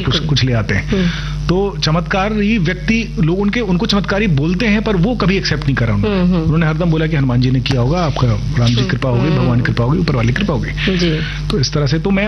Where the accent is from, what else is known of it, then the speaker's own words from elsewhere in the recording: Konch, Uttar Pradesh, India; also born or lived in Gwalior; now in Lucknow, India; मैं रहने वाला बुंदेलखंड का हूँ, वहीं पढ़ाई पला बड़ा भी वहीं पे हूँ और पढ़ाई भी वहीं से की है, जालौन जिले में एक छोटी सी जगह है कौंच, वहाँ पे मैंने अपनी 10+2 तक पढ़ाई की